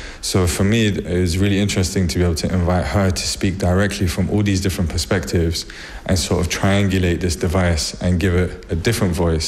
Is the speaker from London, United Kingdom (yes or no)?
yes; London, United Kingdom; growing up in London.